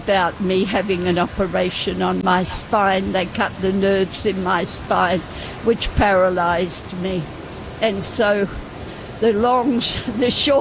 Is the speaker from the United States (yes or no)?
no; Australia; I'm an Australian. Yes.